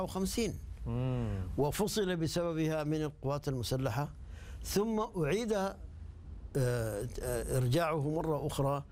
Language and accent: Arabic; Sudan